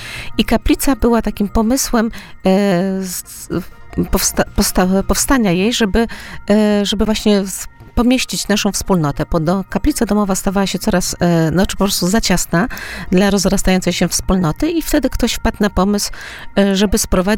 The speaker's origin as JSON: {"language": "Polish", "town": "Warsaw", "region": "Masovian Voivodeship", "country": "Poland", "tie": "born or raised there", "said": "ja miałam tą łaskę, że się wychowałam w Choszczówce, właśnie w miejscu, gdzie ksiądz prymas przyjeżdżał przez ostatnie 12 lat życia na odpoczynek."}